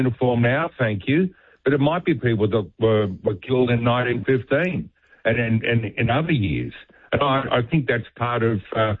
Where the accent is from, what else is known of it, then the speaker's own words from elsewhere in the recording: Australia; You can't stand there and go through life as an Australian, learning about the importance of that battle